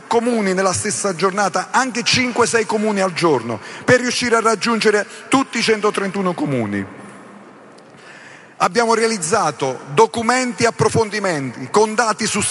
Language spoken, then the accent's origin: Italian; Basilicata, Italy; fatto 600 chilometri per arrivare qui a Padova, un lungo viaggio anche perché, come sapete, le infrastrutture non sono certo dalle nostre parti in Basilicata.